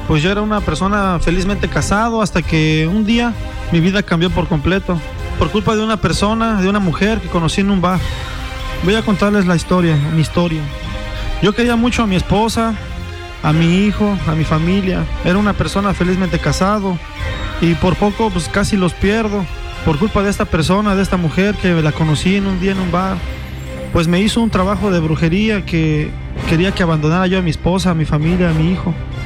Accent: Cancún, Quintana Roo, Mexico; Yo vengo de la ciudad de Cancún.

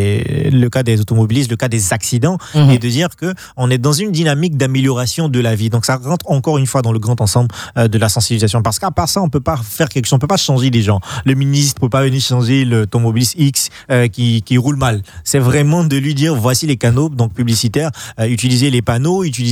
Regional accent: Côte d’Ivoire; Je me pose juste des questions en tant qu'Ivoirien.

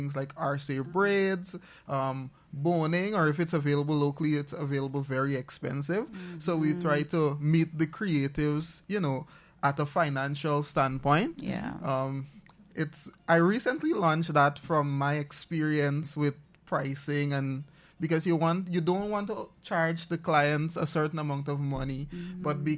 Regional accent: Guyana; I'm originally from Burbies, the west coast of Burbies. Mm-hmm. I grew up as a church boy.

